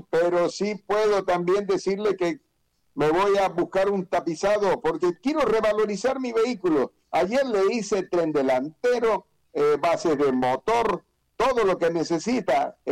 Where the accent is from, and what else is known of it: Ecuador